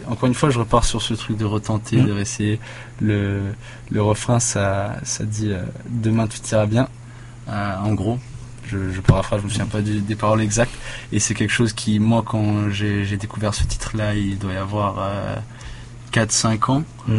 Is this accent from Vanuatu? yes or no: yes; Vanuatu; born there